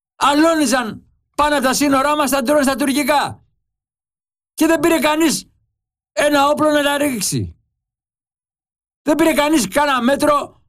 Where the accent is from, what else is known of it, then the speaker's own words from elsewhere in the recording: Greece; Εγώ πληρώνω σαν Έλληνας φορολογούμενος